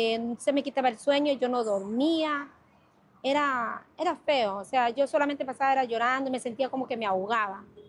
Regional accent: Salitre, Guayas, Ecuador; yo soy de Salitre, a veces no tenía para el pasaje para ir a Salitre

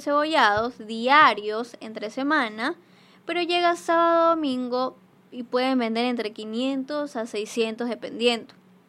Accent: Ecuador; O sea, que yo estoy fallando como ecuatoriana.

